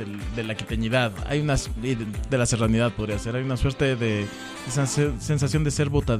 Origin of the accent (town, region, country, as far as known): Ecuador